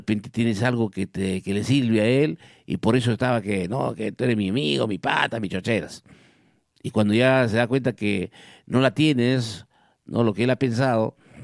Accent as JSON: {"language": "Spanish", "town": "Villa Rica", "region": "Pasco", "country": "Peru", "said": "Buenos días, Villarrica. ¿Cómo amaneció mi pueblo querido?"}